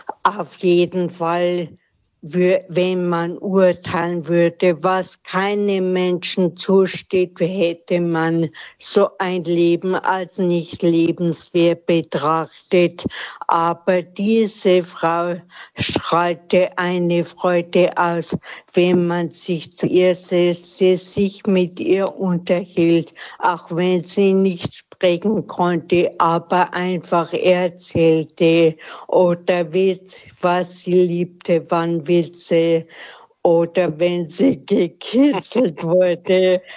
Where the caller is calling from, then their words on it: Munich, Bavaria, Germany; Ich rufe aus München an.